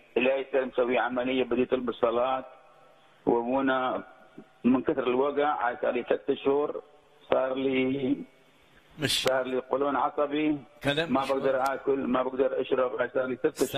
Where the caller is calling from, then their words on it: Iraq; من العراق.